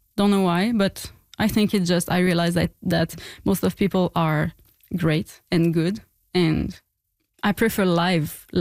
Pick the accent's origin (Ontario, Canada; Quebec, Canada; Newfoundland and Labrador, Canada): Quebec, Canada; Or maybe, you know, we grew up in Gaspésie, nearby the sea, and like a very beautiful place, but also a place where you can feel like very lonely and feel the boredom.